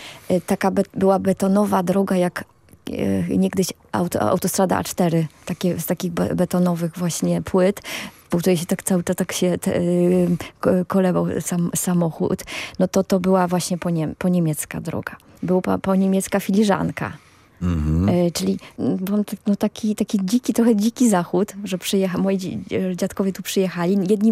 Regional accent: Paczków, Opole Voivodeship, Poland; Urodziłam się w Paczkowie. To jest takie miasteczko średniowieczne. Ono zachowało swoją strukturę. Ma średniowieczne mury obronne. Jest otoczone, stare miasteczko jest otoczone tymi murami. Są kamieniczki

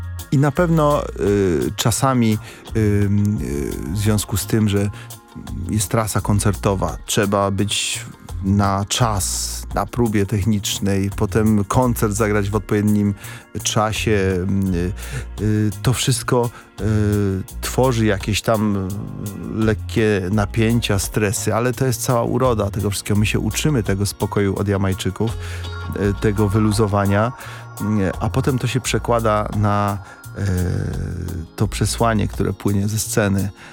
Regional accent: Lesser Poland, Poland; oni są góralami spod Kazbeku, my spod Giewontu.

